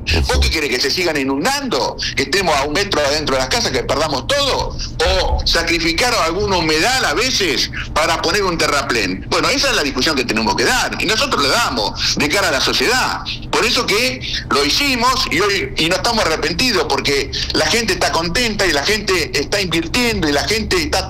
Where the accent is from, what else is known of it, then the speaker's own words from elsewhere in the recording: Ensenada, Buenos Aires Province, Argentina; born there; yo soy nacido en Cambaceres